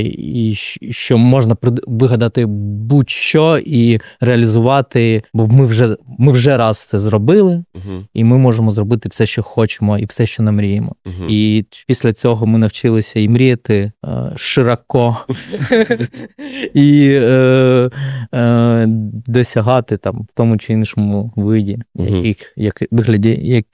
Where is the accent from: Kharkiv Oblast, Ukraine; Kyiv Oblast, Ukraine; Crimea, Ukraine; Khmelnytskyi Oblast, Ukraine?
Kharkiv Oblast, Ukraine; Kupiansk; born there; moved away as an adult; now in Kharkiv, Ukraine; Я народився в Куп'янську, приїхав в Харків навчатися в фармацевтичний університет.